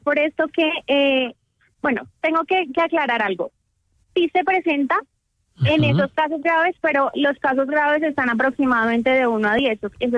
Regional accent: Colombia; Lo que pasa es que nosotros como colombianos, y bueno, en el mundo, tenemos una mala maña

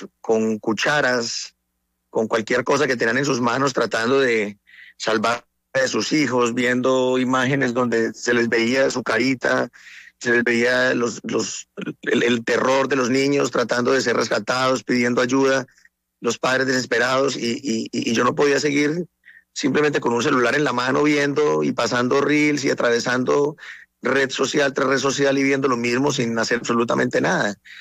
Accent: Colombia; los colombianos

